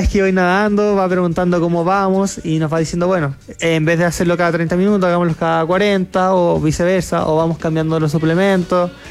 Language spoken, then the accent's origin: Spanish; Chile; No, yo soy el típico chileno que deja todo última hora.